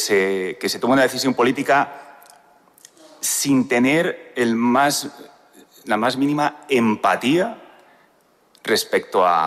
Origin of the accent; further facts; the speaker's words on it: Madrid, Community of Madrid, Spain; now in San Sebastián de los Reyes, Spain; Yo vengo de Madrid, vivo en San Sebastián de los Reyes